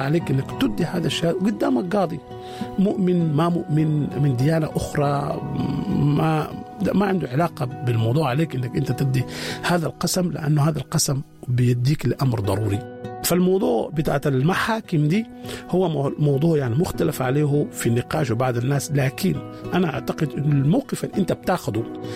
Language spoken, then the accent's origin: Arabic; Sudan; عندنا في السودان،